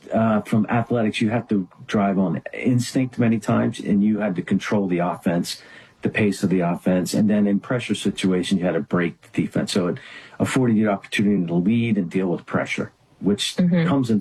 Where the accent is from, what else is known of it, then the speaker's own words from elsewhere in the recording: Runnymede, New Jersey, United States; I grew up in South Jersey, Runnymede, New Jersey, little blue collar community.